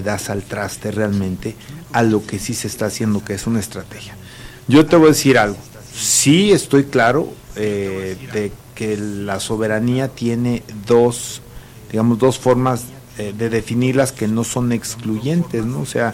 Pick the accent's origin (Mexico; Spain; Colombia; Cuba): Mexico